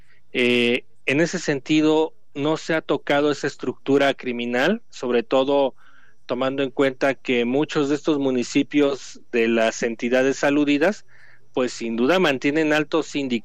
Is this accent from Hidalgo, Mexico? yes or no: no; Michoacán, Mexico; los que somos de Michoacán